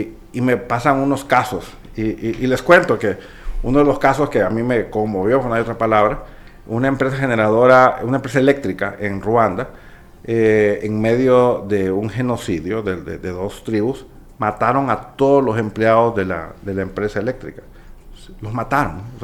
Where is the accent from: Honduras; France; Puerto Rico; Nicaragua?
Honduras; como hondureño, y lo digo realmente como hondureño responsable